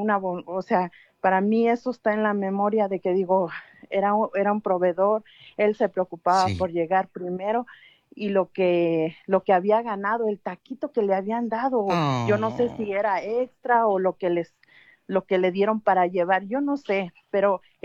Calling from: Denver, Colorado, United States; yo le hablo de Denver, Colorado.

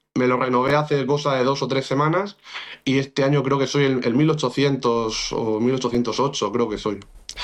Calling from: Orihuela, Valencian Community, Spain; soy pues el alcalde pedáneo de mi pueblo, de La Murada

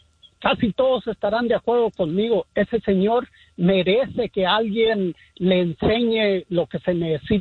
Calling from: Burbank, California, United States; Aquí ando cerquita de con usted, aquí por Burbank. Aquí ando enfrente de los estudios de la Warner Brothers.

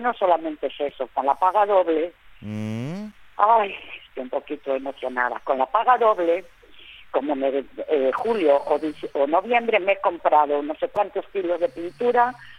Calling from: Vigo, Galicia, Spain; Yo vivo en Vigo.

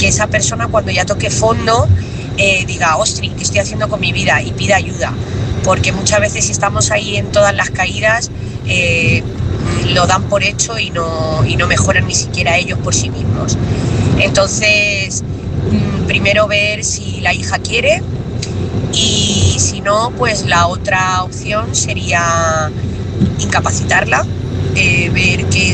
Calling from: Talavera de la Reina, Castilla-La Mancha, Spain; corresponsal de Talavera.

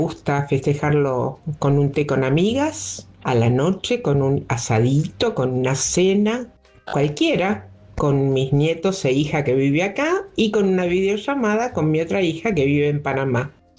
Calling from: Bernal, Buenos Aires Province, Argentina; de Bernal

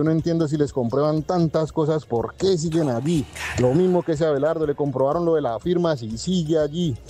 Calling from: Colombia; el problema somos los colombianos

